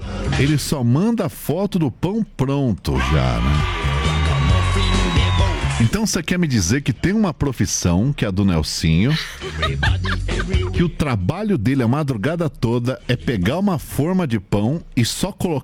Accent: Lages, Santa Catarina, Brazil; Eu sou de Lages.

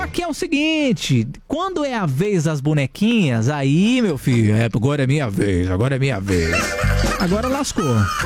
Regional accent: Sorocaba, São Paulo, Brazil; Cara, eu sou de Sorocaba, não vem com essa não, hein, cara?

